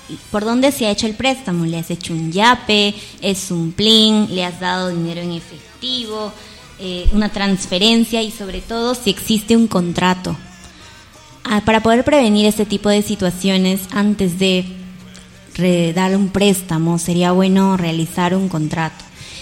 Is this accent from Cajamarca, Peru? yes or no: no; Rioja, San Martín, Peru; born there; moved away as an adult; also born or lived in Trujillo; now in Lamas, Peru; yo nací en la ciudad de Rioja.